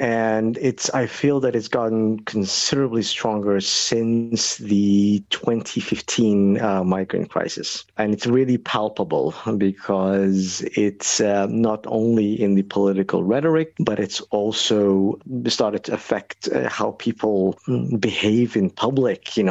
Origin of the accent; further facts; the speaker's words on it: Malmö, Skåne, Sweden; When I travel to other parts of Europe and I tell them I'm from Malmö, they're like, oh, yeah, that's a very dangerous place.